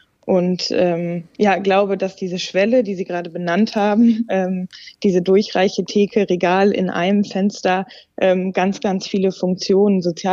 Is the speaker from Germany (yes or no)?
yes; North Rhine-Westphalia, Germany; born there; als gebürtige Ruhrgebietlerin kann ich klar sagen